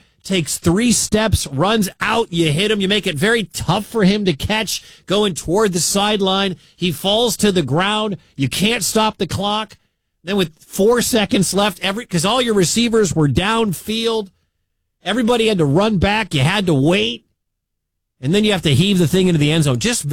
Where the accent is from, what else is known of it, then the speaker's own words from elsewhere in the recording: Detroit, Michigan, United States; Yeah, well, I'm from Detroit. I root for Michigan.